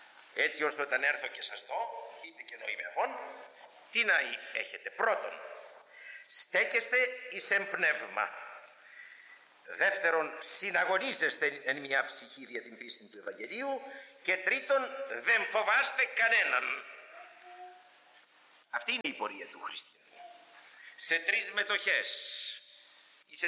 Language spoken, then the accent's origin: Greek; Greece; επειδή είμαι Έλληνας